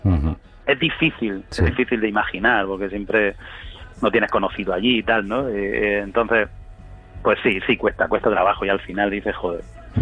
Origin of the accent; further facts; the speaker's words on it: Spain; siendo de aquí del sur.